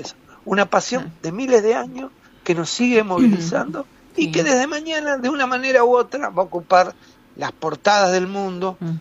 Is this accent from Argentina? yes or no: yes; Argentina